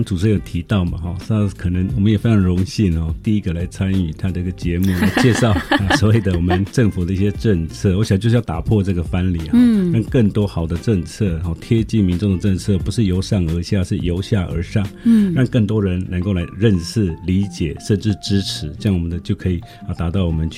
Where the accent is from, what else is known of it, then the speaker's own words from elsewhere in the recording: Taitung County, Taiwan; 我们东卢凯语。那简单的说，就是我是来自台东达鲁马克部落的卢凯族。